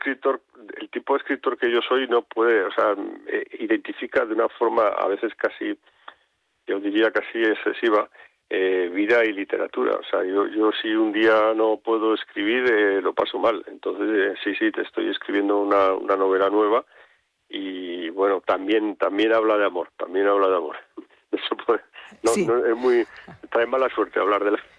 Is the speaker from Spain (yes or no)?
yes; Barbastro, Aragon, Spain; born there; Yo nací en Barbastro, en la provincia de Huesca, soy aragonés